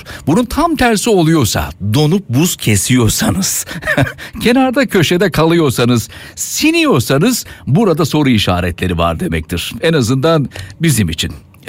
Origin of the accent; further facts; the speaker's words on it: Istanbul, Turkey; ben İstanbul'da doğdum, büyüdüm, yetiştim.